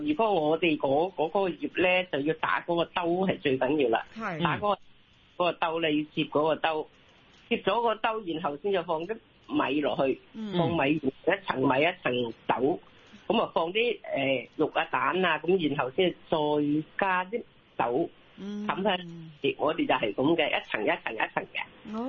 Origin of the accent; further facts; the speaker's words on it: Zhongshan, Guangdong, China; 咁我試過有一個即係我哋係中山人嚟嘅